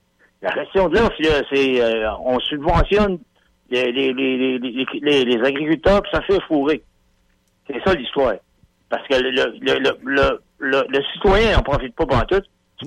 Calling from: Montreal, Quebec, Canada; Moi, je suis à Montréal depuis des années, après que j'ai sorti de l'armée, en 77-78.

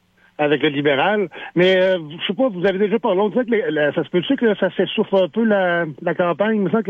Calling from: Thetford Mines, Quebec, Canada; Ben, moi, je viens de Thetford.

